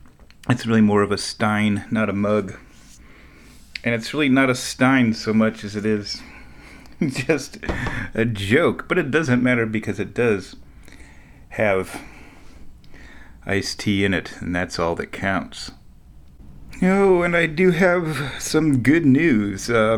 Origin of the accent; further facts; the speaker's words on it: United States; now in Omaha, United States; I'm also obsessed with pies, but being as I'm an American, I can't get any good pies. Can't get a chicken Balti pie to save your life here in Omaha, Nebraska.